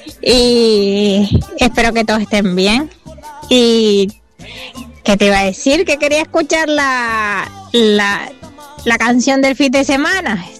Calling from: Charco del Pino, Canary Islands, Spain; de Charco Alpino.

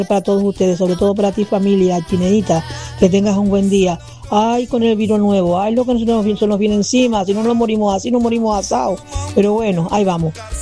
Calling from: La Matanza de Acentejo, Canary Islands, Spain; de la Matanza

